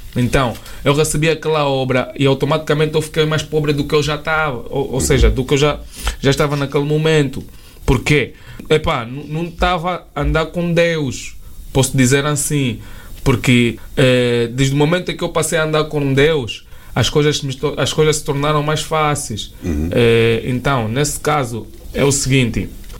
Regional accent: Angola; moved away as an adult; quando eu saí de Angola, eu saí de lá

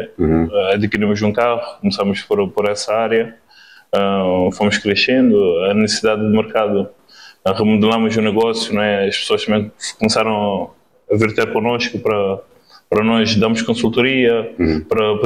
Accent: Cape Verde; moved away as an adult; now in Portugal; nós viemos na China, Ilha do Fogo.

